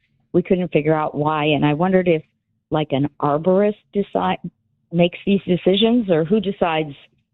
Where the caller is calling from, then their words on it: Chicago, Illinois, United States; Yeah, I live on Wellington in Lakeview